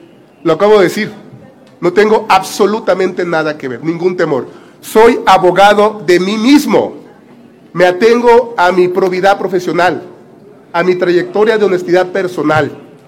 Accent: Badiraguato, Sinaloa, Mexico

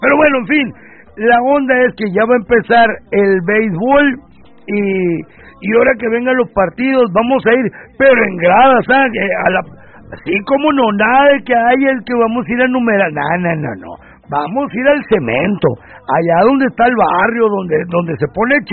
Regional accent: Ciudad Obregón, Sonora, Mexico; moved away as an adult; now in Mexicali, Mexico; porque soy de Obregón

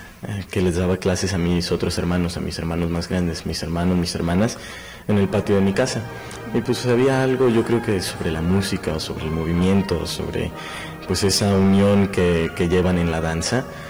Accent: Mexico; Pues poder ganar la medalla de oro ahí como mexicano, pues eso para mí fue algo increíble que nunca se me va a olvidar.

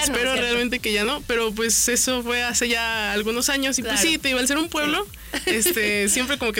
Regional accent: Encarnación de Díaz, Jalisco, Mexico; yo soy de Encarnación de Díaz, también conocido como La Chona.

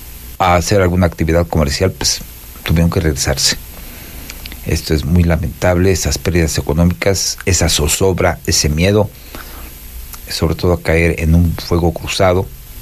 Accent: Zitácuaro, Michoacán, Mexico; cómo me duele mi Zitácuaro, mi terruño

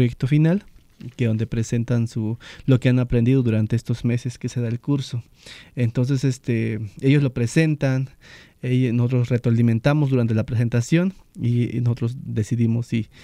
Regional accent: Veracruz, Mexico; en nuestro estado de Veracruz tenemos 18 lenguas indígenas

